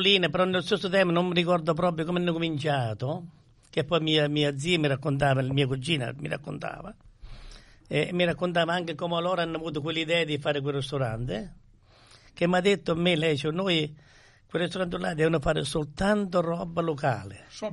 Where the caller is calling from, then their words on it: Australia; siamo di Australia da giovanissimo